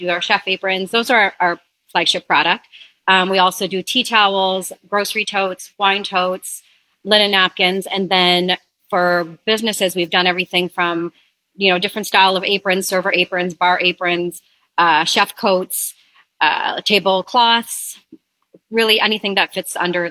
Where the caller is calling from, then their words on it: Ontario, Canada; I'm calling from the Niagara region, just outside of Toronto, Canada.